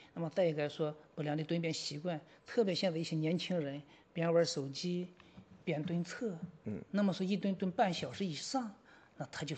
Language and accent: Chinese; China; 我们中国人